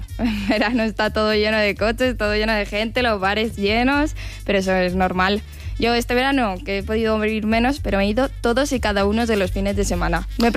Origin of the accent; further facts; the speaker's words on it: Segovia, Castile and León, Spain; Yo soy de parte de Segovia